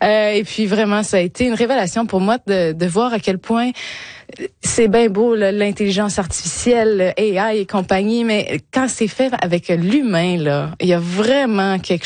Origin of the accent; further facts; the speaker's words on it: Quebec, Canada; je suis québécoise